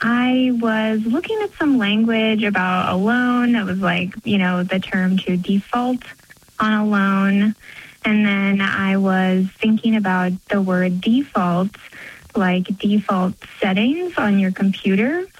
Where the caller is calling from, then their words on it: New York City, New York, United States; I'm calling from Ridgewood, Queens, New York City.